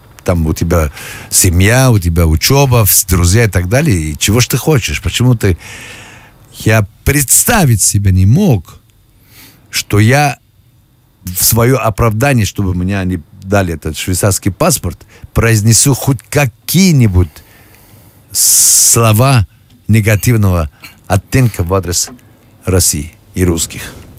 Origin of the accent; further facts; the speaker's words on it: Afghanistan; born or raised there; now in Russia